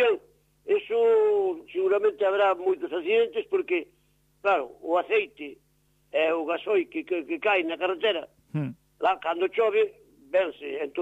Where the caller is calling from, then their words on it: Mourente, Galicia, Spain; En Rúa dos Pradiños, aquí Mourente.